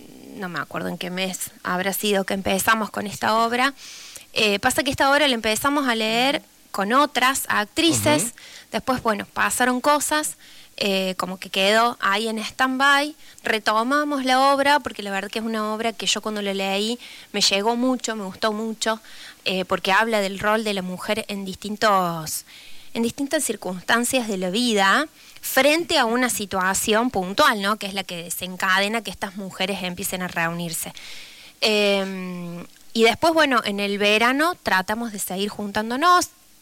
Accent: Hernando, Córdoba, Argentina

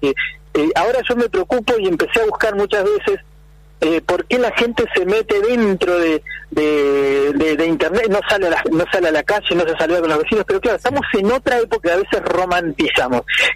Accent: Argentina; como los argentinos somos así

